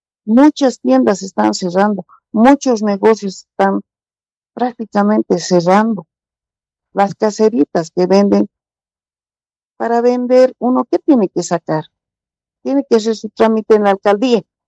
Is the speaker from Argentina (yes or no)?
no; Bolivia; todos estamos afectados, prácticamente todos los bolivianos.